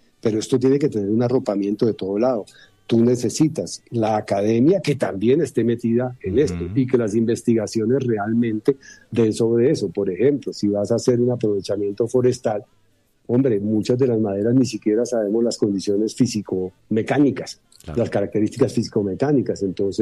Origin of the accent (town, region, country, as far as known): Colombia